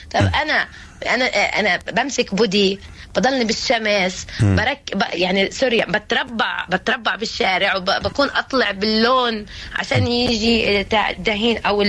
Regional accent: Palestine

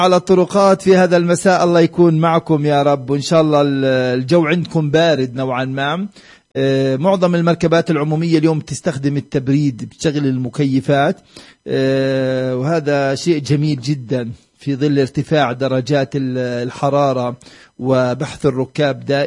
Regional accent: Palestine; عندنا في فلسطين

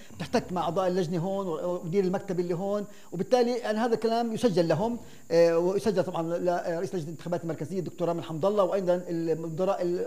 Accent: Palestine; إحنا فلسطينيين قادرين إنه نمشي أمورنا لحالنا.

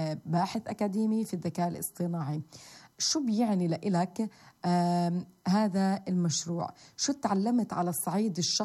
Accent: Palestine

